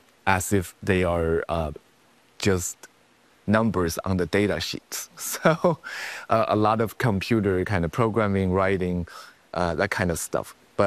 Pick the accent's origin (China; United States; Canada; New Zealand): China; Southwest China; So I grew up in Southwest China. I was born in a city not directly inside the panda habitat, but maybe a couple hours away by train.